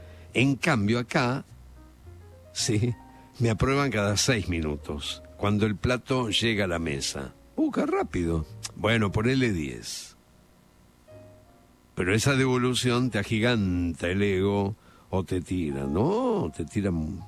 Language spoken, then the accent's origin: Spanish; Bolívar, Buenos Aires Province, Argentina; Soy pescador de laguna desde muy pequeño. Yo crecí en Bolívar.